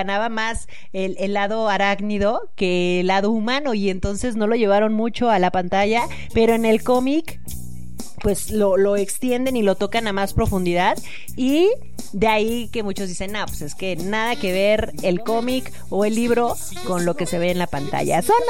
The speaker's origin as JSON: {"language": "Spanish", "country": "Mexico", "said": "para nosotros como mexicanos el hecho de fomentar la lectura en pequeños, porque dentro de nuestra cultura, lamentablemente en México, no nos consideramos o no somos uno de los países que tenga índices altos en cuanto a lectura infantil."}